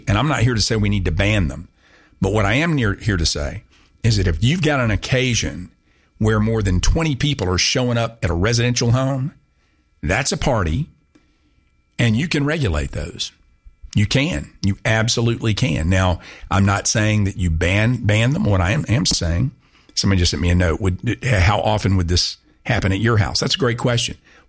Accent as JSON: {"language": "English", "town": "Augusta", "country": "United States", "tie": "born there", "said": "When my parents moved back to Augusta, I was born in January 65."}